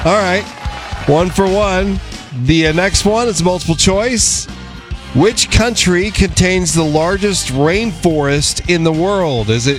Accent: Oregon, United States; it was my home state of Oregon.

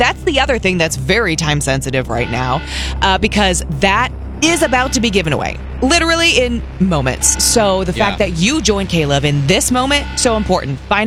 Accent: Wichita, Kansas, United States; … in Wichita, Kansas, my hometown, Wichita.

